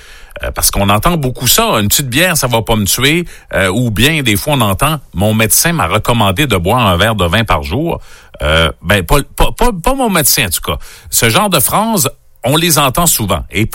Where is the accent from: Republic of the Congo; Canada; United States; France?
Canada; chez nous au Canada ou encore aux États-Unis.